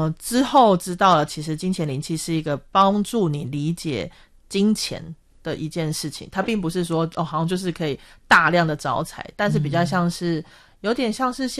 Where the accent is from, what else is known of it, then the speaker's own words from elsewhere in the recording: Japan; Chinese is a second language; 对，然后我是一个日本人，